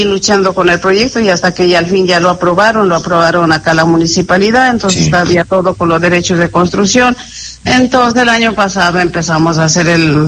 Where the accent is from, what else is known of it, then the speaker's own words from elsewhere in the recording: Ecuador; now in Santa Rosa, Argentina; Yo soy ecuatoriana.